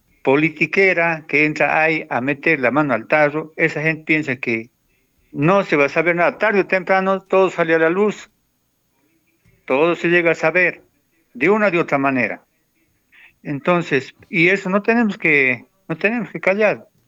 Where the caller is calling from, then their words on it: Tarija, Bolivia; quiero felicitar a todo mi pueblo, a todo Tarija